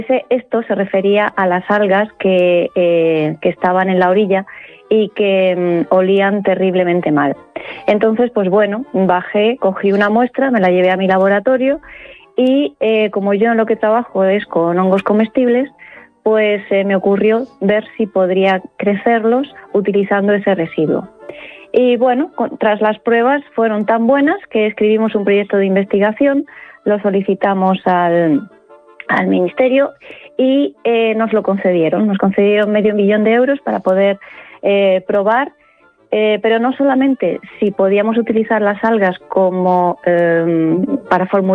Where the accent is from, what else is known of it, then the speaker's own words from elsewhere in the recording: Murcia, Region of Murcia, Spain; soy murciana. Tengo nací en Murcia, crecí toda mi infancia pasando los veranos en los Urrutias, en las orillas del Mar Menor